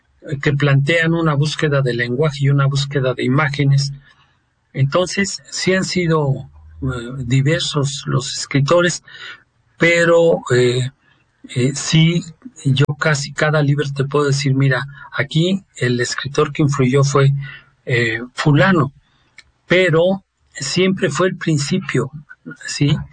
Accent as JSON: {"language": "Spanish", "country": "Italy", "also_born_or_lived": "Rome", "moved": "yes", "lives_now": "Toluca, Mexico", "said": "yo siendo italiano, él en Florencia y yo en Roma"}